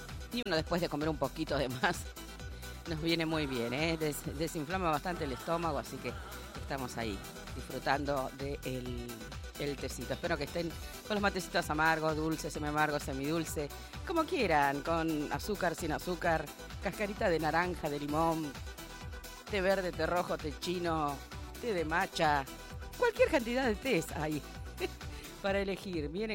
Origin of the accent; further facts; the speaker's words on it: Argentina; somos recabuleros los argentinos